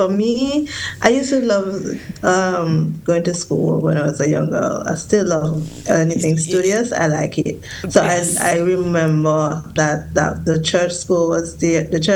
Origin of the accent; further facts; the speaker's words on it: Montserrat; moved away; be it that I come from Boston Village, meaning I come from the hill.